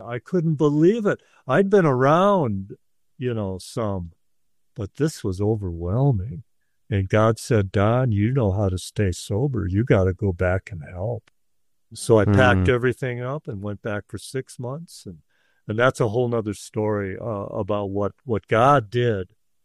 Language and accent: English; Texas, United States; It was cold. I'm from Texas. I got it made in Texas is the land of milk and money, you know.